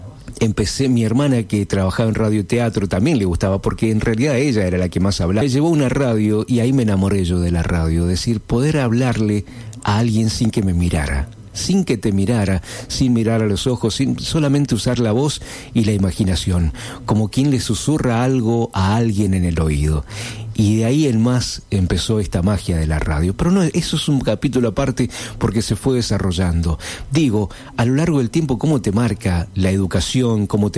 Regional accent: Rodeo del Medio, Mendoza, Argentina; also born or lived in Guaymallén; Mi adolescencia más pequeña, mi preadolescencia, estuvo en mi infancia en Rodeo del Medio, zona de Pedregal, zona de Maipú. Y al llegar a Guaymallén era todo la dinámica, el ritmo de vida era mucho más ágil, era mucho más rápido.

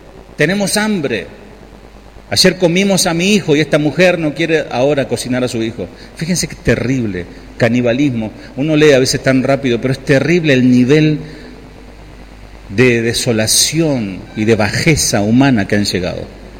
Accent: Berazategui, Buenos Aires Province, Argentina; Yo me crié en Berazategui.

